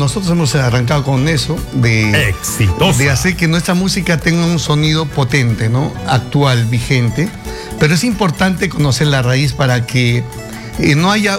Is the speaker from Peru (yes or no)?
yes; Ayacucho, Peru; yo soy de Ayacucho.